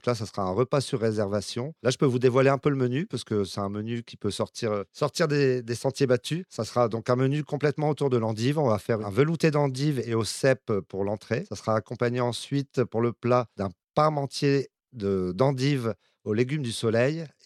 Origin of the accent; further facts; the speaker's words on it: Marcoing, Hauts-de-France, France; Moi, forcément, je suis né là. Je suis à Marcoing, c'est ma famille, c'est ma sœur qui a repris l'exploitation.